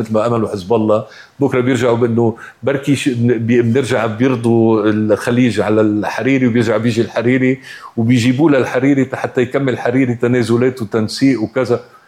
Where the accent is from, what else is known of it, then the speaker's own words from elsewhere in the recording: Lebanon; أنا كمواطن لبناني